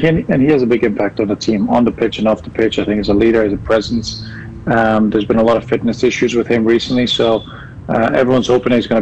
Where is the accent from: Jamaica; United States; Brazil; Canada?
Canada; born there; also born or lived in Bosnia and Herzegovina / Germany; I was born in Bosnia in 1987, and within 4 years my life and my family's life got turned upside down, really, and we were forced to flee the country, and we ended up moving to Germany for a few years, and then Canada after that.